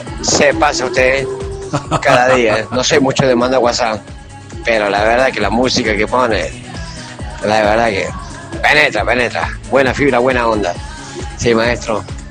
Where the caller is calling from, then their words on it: Santa Fe, Argentina; acá te escucho de Santa Fe